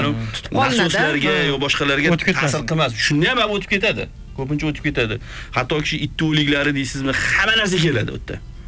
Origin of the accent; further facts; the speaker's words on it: Tashkent, Uzbekistan; Albatta, mana shu Sergelida, Xonobod, mana shu shahar chekkasida Xonobodda tug'ilganman, o'sha tug'ilib o'sganman.